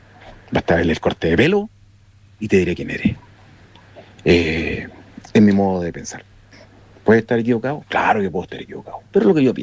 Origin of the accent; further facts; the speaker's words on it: Chile; se acabó la chilenidad, porque tú eres chileno, yo soy chileno